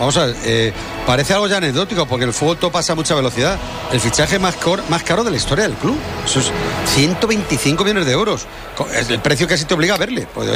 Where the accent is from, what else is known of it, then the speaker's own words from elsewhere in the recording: Santa Cruz del Valle, Castile and León, Spain; llevo a orgullo que di el pregón de las fiestas de mi pueblo, Santa Cruz del Valle, y con eso cumplí.